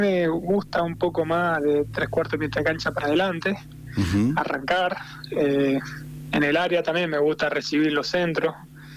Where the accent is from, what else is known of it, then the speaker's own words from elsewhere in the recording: Santa Lucía, San Juan, Argentina; Sí, soy de Santa Lucía.